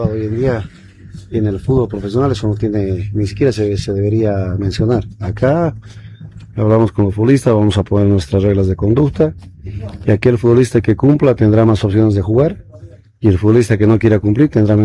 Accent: Cochabamba, Bolivia; mis padres que viven acá, mi familia, está cerca de mi tierra, Cochabamba

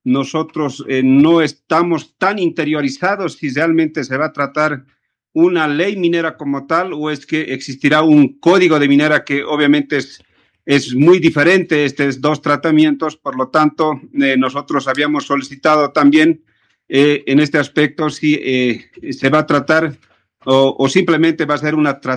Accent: Bolivia; nuestro país, de Bolivia.

